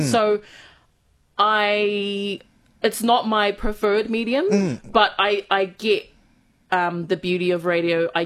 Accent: New Zealand; It was fun. I think being the eldest, it was a lot serious. It was a lot more serious for me than my younger siblings.

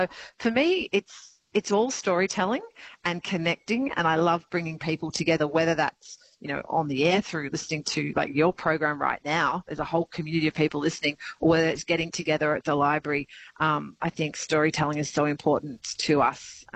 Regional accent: New South Wales, Australia; I grew up in the Riverina as a young person. I lived at Carrathool and Darlington Point, and we always had ABC local radio on.

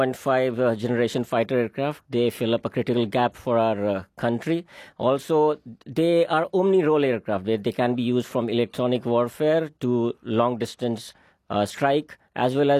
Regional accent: Bihar, India; also born or lived in Dehradun; I grew up in a place called Bihar in India, as did my schooling from a hill station called Dehradun in our country.

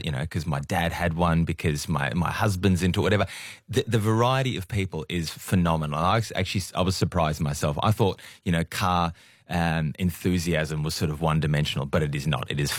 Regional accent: Germany; Always. I grew up in Germany and I think one of the first words was BMW or BMW.

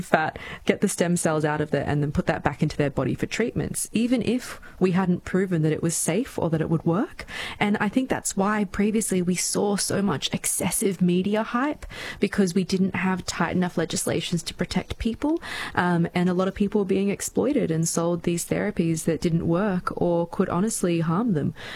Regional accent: Gold Coast, Queensland, Australia; born or raised there

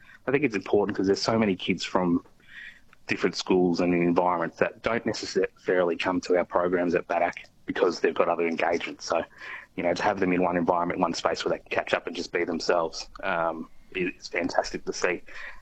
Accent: South Australia, Australia; I'm from South Australia. I'm an Adjumunna person, so this is not my country here.

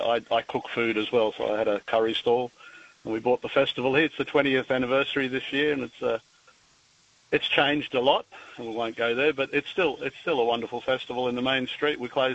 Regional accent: Coffs Harbour, New South Wales, Australia; My grandfather came in 1885 to a little place called Grafton, up the road a bit. And we're all born here in Coffs Harbour, and we live here. It's a magical little township.

